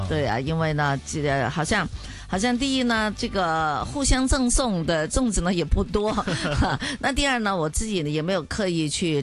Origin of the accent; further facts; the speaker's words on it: Chaozhou, Guangdong, China; 我们潮州人过端午节呢